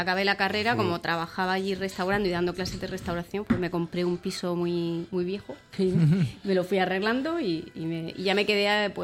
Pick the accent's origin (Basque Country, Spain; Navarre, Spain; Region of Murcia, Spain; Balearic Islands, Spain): Region of Murcia, Spain; Fuimos a decirle, somos murcianas, porque éramos tres compañeras de piso. Fuimos a decirle que éramos de Murcia.